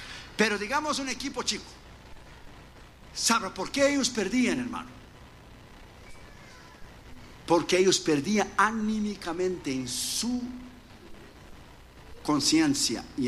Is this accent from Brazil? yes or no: yes; Brazil; Spanish is a second language; Desde el soccer, como soy brasileño, te voy a dar una ilustración.